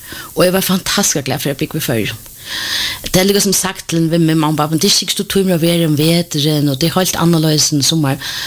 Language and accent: Norwegian; Denmark; Jeg først for eldre, oppvaksen i Danmark